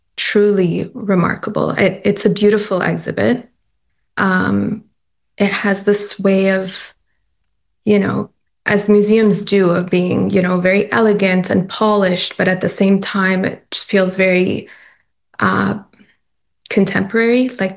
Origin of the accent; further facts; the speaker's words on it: Canada; Still very attached to Toronto and Canada. And I am Canadian, so yeah, I think I made the move during COVID.